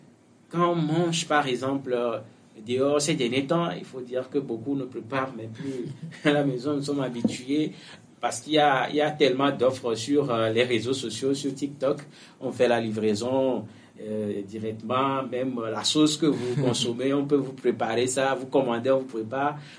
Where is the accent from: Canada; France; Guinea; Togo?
Togo; chez nous, au Togo